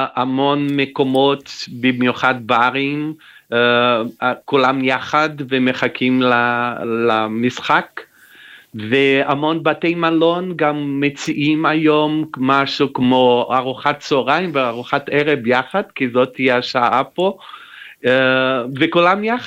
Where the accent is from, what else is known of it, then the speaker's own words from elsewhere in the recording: Brazil; born there; Hebrew is a second language; also born or lived in Israel; אני נולדתי בברזיל, כששניהם הגיעו לברזיל, כשהייתי בן 4, מ-4 עד 6 גרתי בישראל, והעברית נשארה טוב לי.